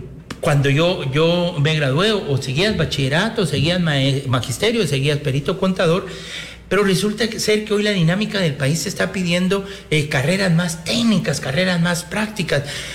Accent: Guatemala; pero yo sí creo que como guatemaltecos o como jóvenes o los que deseen estudiar deberían de tener una, claro, alternativa

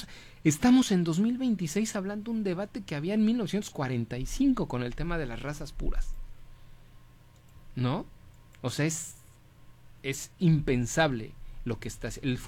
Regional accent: Mexico

